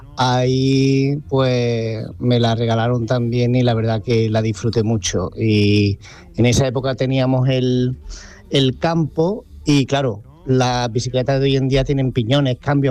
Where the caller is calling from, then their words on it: Lucena, Andalusia, Spain; llamo desde Lucena, en Córdoba.